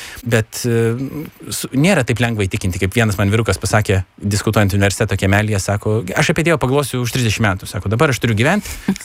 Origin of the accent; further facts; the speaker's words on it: Mažeikiai, Telšiai County, Lithuania; mes mano gimtajame mieste Mažeikiuose organizavom šeštadienio kavinę.